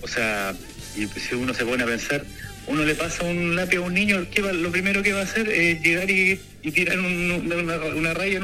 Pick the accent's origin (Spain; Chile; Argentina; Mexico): Chile; Constitución, Maule; Yo vengo de Constitución.